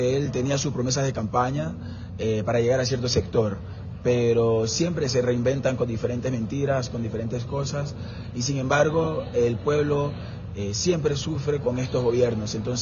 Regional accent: Ecuador

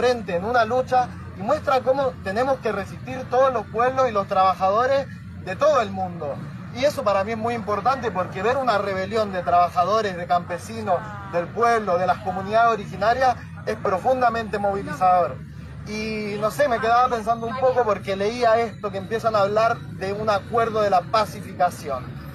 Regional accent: Chile; Soy también chileno

